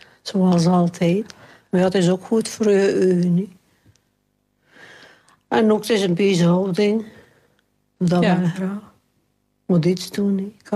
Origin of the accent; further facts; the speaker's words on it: Oudenburg, Flanders, Belgium; Ja, ik ben van Oudenburg.